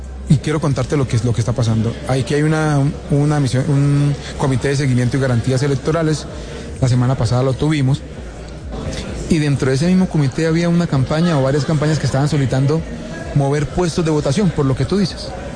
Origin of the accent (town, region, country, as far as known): Colombia